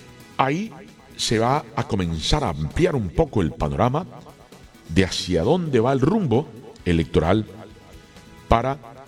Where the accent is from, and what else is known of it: Colombia